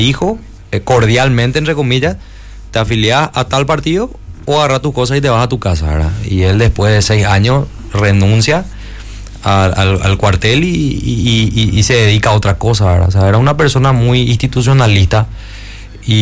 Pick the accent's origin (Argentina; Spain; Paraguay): Paraguay; Luque, Central; Y la coincidencia es que todos somos de Luque, ¿verdad? O sea, toda la rama de mi familia, el árbol genealógico prácticamente es de Luque.